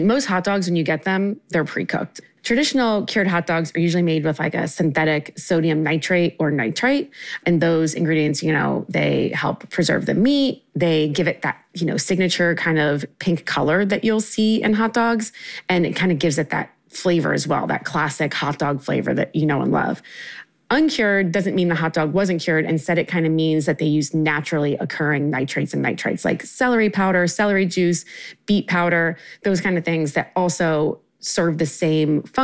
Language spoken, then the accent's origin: English; Maryland, United States; Yeah, you know, I grew up in Maryland. My dad's Iranian, my mom's Italian.